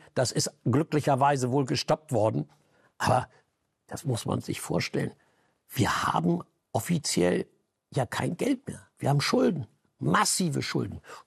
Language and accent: German; Germany; als Deutscher